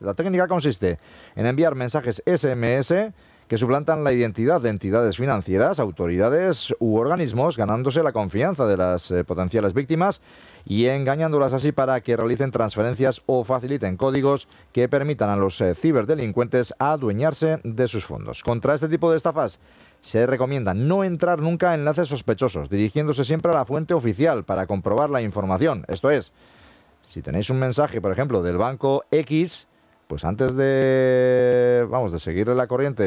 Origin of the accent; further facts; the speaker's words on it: Bermeo, Basque Country, Spain; en mi pueblo, en Bermeo